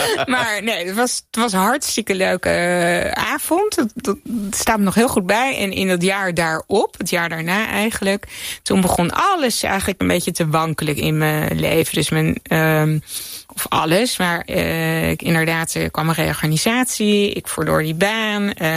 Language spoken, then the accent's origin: Dutch; Zoeterwoude, South Holland, Netherlands; Maar nee, ik ben in Zoeterwoude opgegroeid. Dat is een dorp bij Leiden. Ik zat in Leiden op de middelbare school.